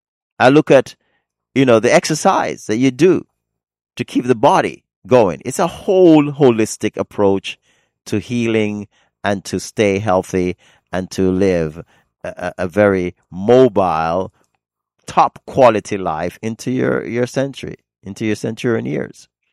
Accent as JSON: {"language": "English", "town": "New York City", "region": "New York", "country": "United States", "tie": "born or raised there", "moved": "yes", "said": "I grew up in Harlem during the 80s."}